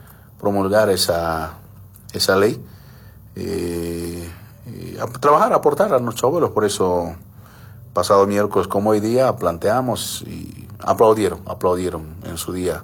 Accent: Cochabamba, Bolivia

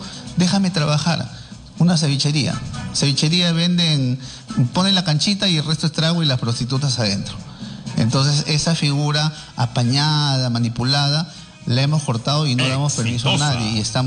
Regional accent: Lima, Peru; Yo soy sanjuanino, soy contribuyente, construido con mucho esfuerzo mi casa

